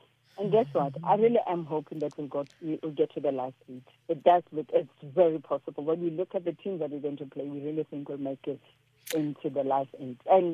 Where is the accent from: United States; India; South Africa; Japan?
South Africa; I am a South African through and through